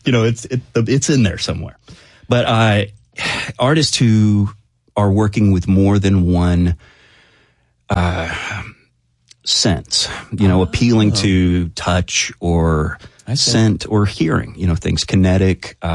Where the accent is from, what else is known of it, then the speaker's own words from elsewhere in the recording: Prattville, Alabama, United States; You know, it was very green. A lot of kudzu, a lot of red clay hills that are kind of lovely to spend some time with, but it's fairly quiet, you know, a lot of fireflies at night.